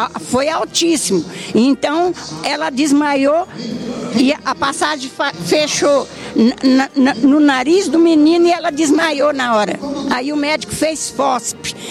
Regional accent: Limoeiro, Brazil; Limoeiro.

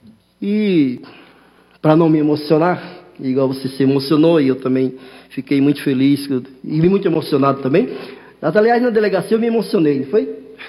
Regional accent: Northeast Region, Brazil; now in São Paulo, Brazil; Especialmente as pessoas que são da região lá de onde eu sou, de onde eu vim também, muitos nordestinos que veio da... Você não veio do Nordeste, mas eu vim da roça, trabalhava de enxada. E vim para São Paulo

